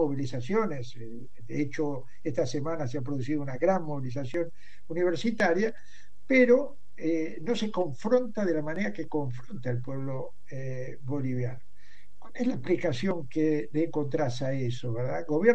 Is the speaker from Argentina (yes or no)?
yes; Argentina; en mi país, en la Argentina